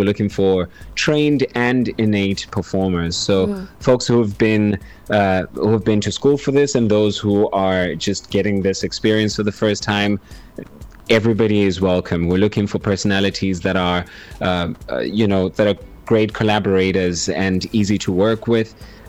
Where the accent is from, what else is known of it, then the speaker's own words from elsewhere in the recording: South Africa; Look, I'm South African myself and I've actually done this job.